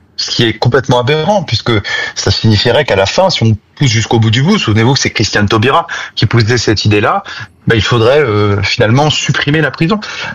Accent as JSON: {"language": "French", "country": "France", "said": "déjà en tant qu'ancien municipal et aussi en tant que Français."}